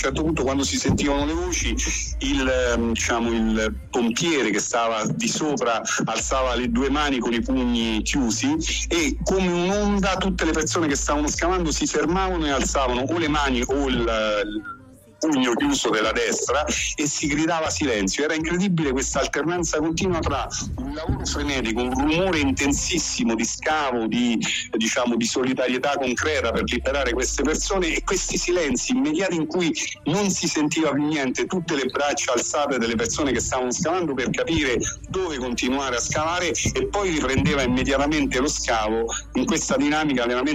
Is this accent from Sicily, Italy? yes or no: no; Terni, Umbria, Italy; io che sono di Terni